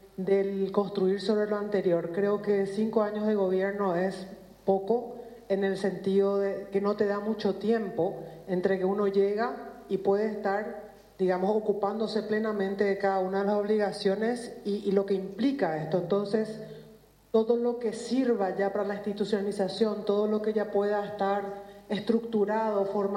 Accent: Paraguay

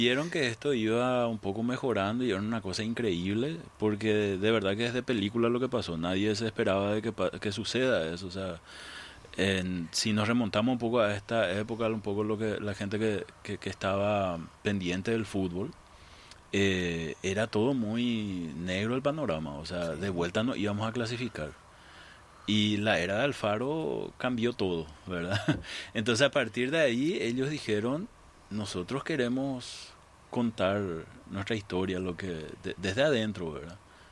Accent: Paraguay; Tomamos un poco la excusa del fútbol para hablar de nosotros como paraguayos, de nuestra cultura

